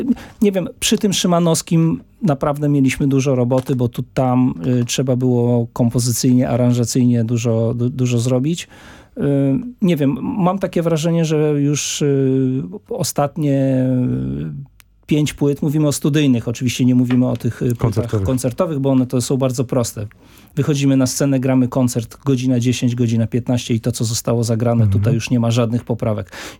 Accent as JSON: {"language": "Polish", "town": "Zamość", "region": "Lublin Voivodeship", "country": "Poland", "tie": "born there", "said": "ja się wychowywałem w klubie Jazz Club Kosz w Zamościu."}